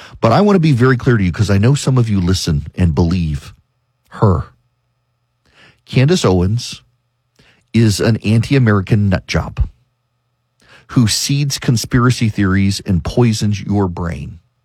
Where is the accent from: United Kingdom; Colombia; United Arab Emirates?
United Arab Emirates; Dubai; I grew up in Dubai